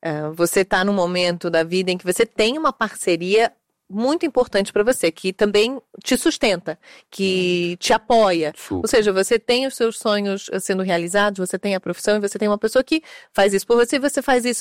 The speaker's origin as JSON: {"language": "Portuguese", "country": "Portugal", "moved": "yes", "said": "porque para mim, que vim de Portugal, não ter criado raízes foi uma questão, é uma questão."}